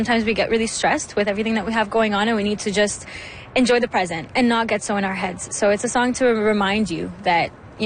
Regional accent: Ottawa, Ontario, Canada; I'm from Ottawa too, you know, I'm Canadian.

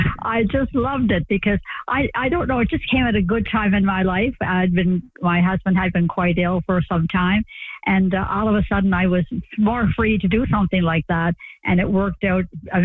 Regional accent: Cape Breton Island, Nova Scotia, Canada; we grew up in Cape Breton Island, we had a similar culture in terms of large families, people not being well off financially

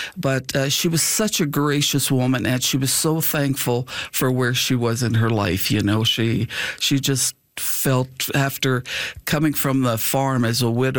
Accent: Saskatchewan, Canada; which is my hometown, and was where … was in labor in 1948.

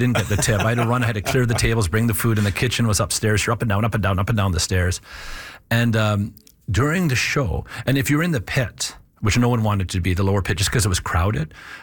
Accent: Fort Vermilion, Alberta, Canada; Well, I grew up in Northern Alberta.

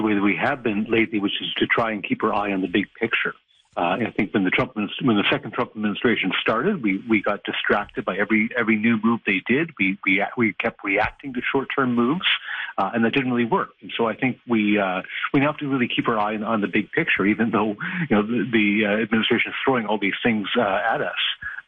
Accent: Canada

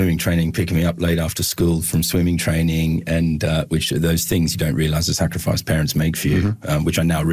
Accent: Williamtown, New South Wales, Australia; now in United Kingdom; I ended up in England, you know, long term, because it's something that I didn't really plan on. I grew up in Williamtown, wonderful parents … so supportive of everything I did.

